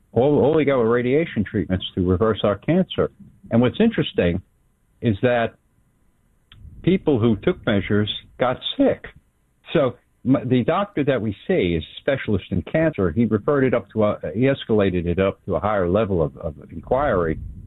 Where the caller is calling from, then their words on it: New York City, New York, United States; He's based in New York City. All right. Well, that's where I live.